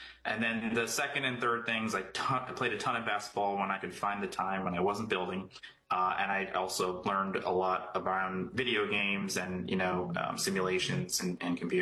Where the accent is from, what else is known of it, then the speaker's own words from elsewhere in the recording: New Jersey, United States; So I grew up in Central Jersey